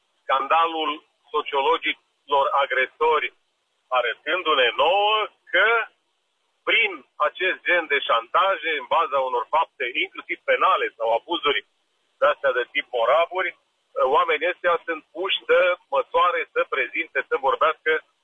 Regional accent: Transylvania, Romania; având în vedere că noi doi suntem cântăreți din Ardeal, ar trebui să facem cu Pălinca sau cu Țuiculiță.

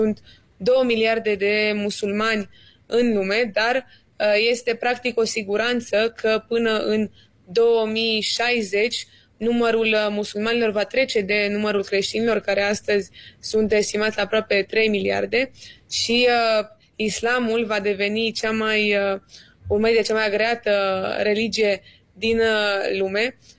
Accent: Romania

